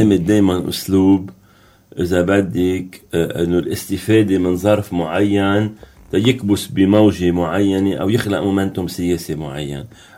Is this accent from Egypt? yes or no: no; Lebanon; بتخلينا كلبنانيين نعيش